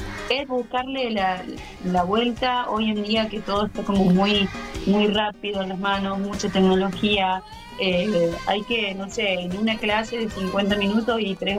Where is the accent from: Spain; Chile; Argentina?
Argentina; Córdoba; now in Río Cuarto, Argentina; somos de Córdoba.